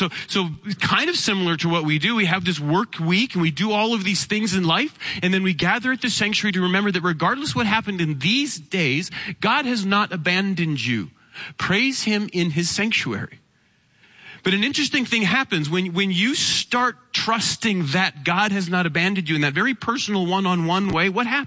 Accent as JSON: {"language": "English", "country": "Canada", "tie": "born or raised there", "said": "As a Canadian kid, I grew up on three channels, two of them that were fuzzy and one of them that wasn't."}